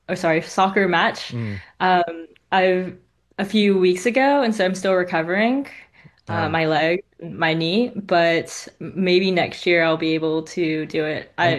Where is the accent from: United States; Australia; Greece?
United States; Raleigh, North Carolina; I am from Raleigh, North Carolina